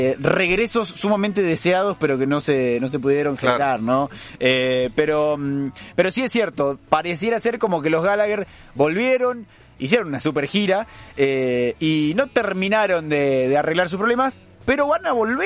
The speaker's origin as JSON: {"language": "Spanish", "country": "Argentina", "said": "Algo que nosotros como argentinos nos podemos vanagloriar"}